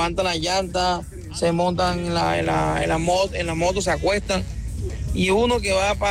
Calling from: Colombia; yo vivo en Alameda

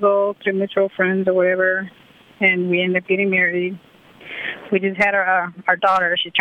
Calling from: Bakersfield, California, United States; I'm calling from Bakersfield, California.

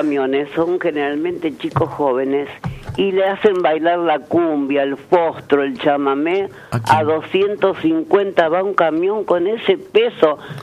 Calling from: Rosario, Santa Fe, Argentina; Soy periodista de Rosario.

